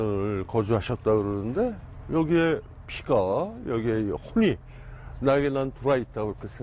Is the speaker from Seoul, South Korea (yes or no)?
yes; Seoul, South Korea; 서울에 나서 자란 그 고향하고는